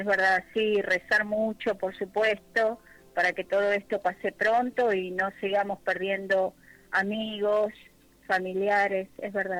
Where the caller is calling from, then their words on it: Buenos Aires, Argentina; De Buenos Aires, Argentina.